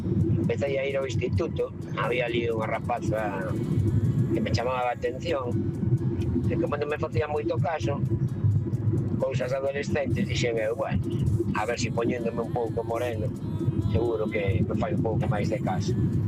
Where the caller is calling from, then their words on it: A Coruña, Galicia, Spain; Bons días, equipo … da Coruña.